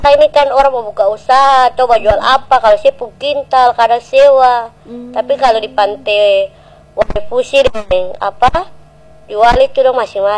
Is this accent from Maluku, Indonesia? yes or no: yes; Namrole, Maluku, Indonesia; Kalau kita Namrole.